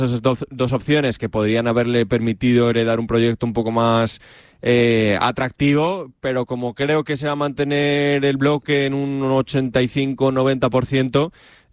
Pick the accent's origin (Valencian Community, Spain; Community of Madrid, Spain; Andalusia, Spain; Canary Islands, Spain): Community of Madrid, Spain; Villanueva de la Cañada; básicamente mi pueblo es lo que es, que eso, bueno, es Villanueva de la Cañada, que está pues a una media hora en coche más o menos del centro de Madrid.